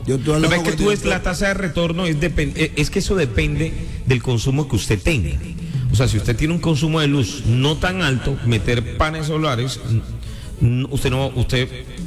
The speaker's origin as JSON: {"language": "Spanish", "town": "Galapa", "region": "Atlántico", "country": "Colombia", "said": "el municipio de Galapa en Atlántico, que es mi tierra"}